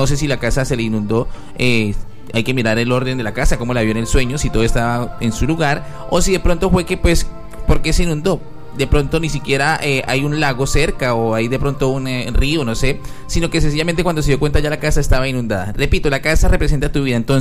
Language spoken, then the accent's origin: Spanish; Barranquilla, Atlántico, Colombia; soy de Barranquilla, ¿no?